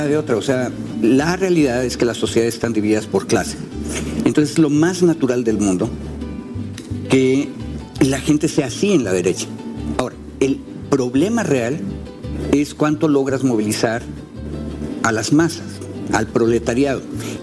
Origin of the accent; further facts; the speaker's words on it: Mexico; yo no soy colombiano, pero igual que en México